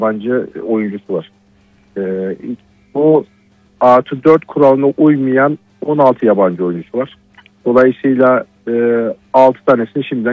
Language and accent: Turkish; Giresun, Turkey; moved away as an adult; now in Istanbul, Turkey; çocukluğumuz burada geçti. Burada okuduk. Üniversite için İstanbul'a gittik.